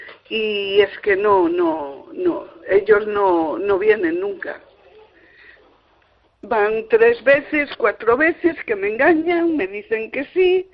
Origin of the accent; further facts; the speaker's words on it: Redondela, Galicia, Spain; yo soy de aquí de Redondela, de Chapela